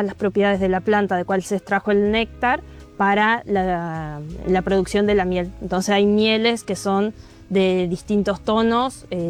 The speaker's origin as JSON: {"language": "Spanish", "region": "Entre Ríos", "country": "Argentina", "tie": "born or raised there", "lives_now": "Paraná, Argentina", "said": "Yo crecí en una zona rural que se llama Costa Grande, que está más o menos a unos 80, 90 kilómetros de acá de Paraná. Hice mi jardín, primaria, secundaria, todo en escuela rural. Y recién llegué a Paraná cuando empecé a estudiar la carrera de artes"}